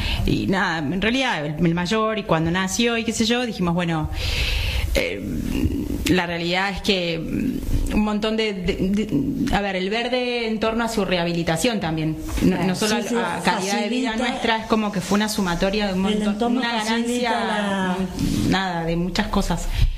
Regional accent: Buenos Aires, Argentina; moved away as an adult; now in Benavídez, Argentina; crecí en Capital.

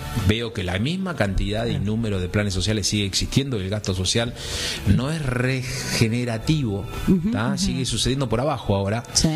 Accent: Buenos Aires Province, Argentina; soy de un pueblo chiquito que está rodeado de campos.

